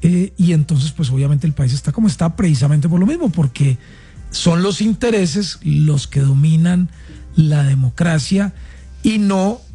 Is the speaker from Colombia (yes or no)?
yes; Riosucio, Caldas, Colombia; also born or lived in Medellín; yo nací en Medellín, yo soy de un pueblo que se llama Recicio Caldas y me llevaron al hospital a nacer a Medellín.